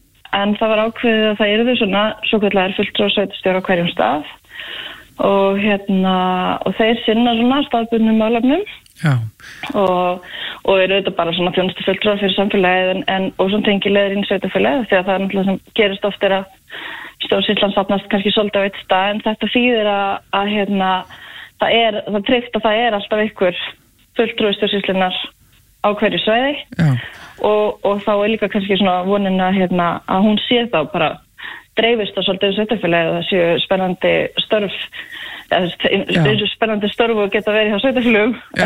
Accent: Hella, Southern Region, Iceland; moved away; Nei, nei, ég það alls ekki ég sunnlendingur, ég uppalinn á Helli

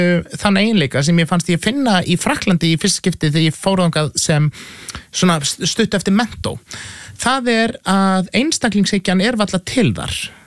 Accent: Seltjarnarnes, Capital Region, Iceland; now in Reykjavík, Iceland; En ég var alveg upp á Seltjarnarnesi og ég hef einnig búið í Hlíðunum

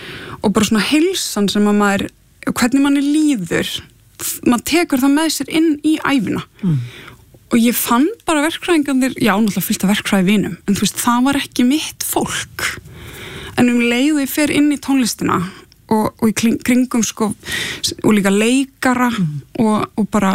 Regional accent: Gothenburg, Västra Götaland County, Sweden; born or raised there

